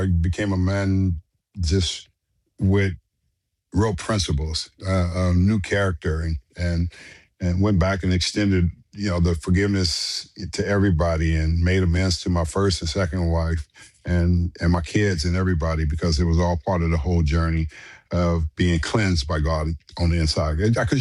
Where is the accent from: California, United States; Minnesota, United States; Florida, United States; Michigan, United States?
California, United States; Los Angeles; born or raised there